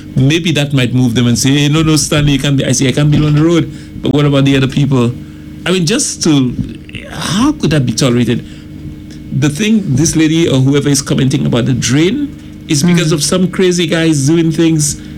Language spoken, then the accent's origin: English; Gros Islet, St. Lucia; And I remember growing up in Grosile